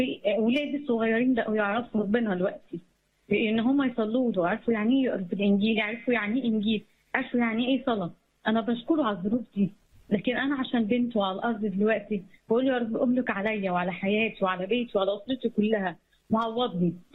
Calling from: Egypt; انا مكالمه من مصر.

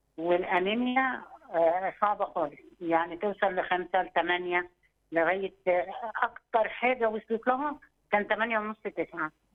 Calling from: Cairo, Cairo Governorate, Egypt; انا من القاهرة، … من القاهرة.

